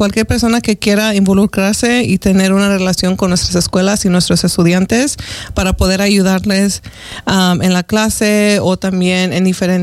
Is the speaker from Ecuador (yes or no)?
no; Pasco, Washington, United States; also born or lived in Coalcomán, Michoacán, Mexico; Yo soy originalmente de Cualcomán, Michoacán. Me crié aquí en Pasco desde los 4 años. Ya después de que me gradué de la Pasco High, fui a la Universidad de Eastern, donde agarré mi bachelor's degree en negocios de empresas. Ya tengo aquí 11